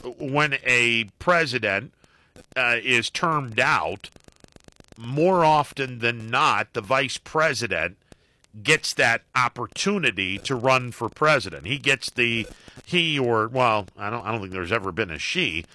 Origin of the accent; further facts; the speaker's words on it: Ohio, United States; I grew up in Ohio.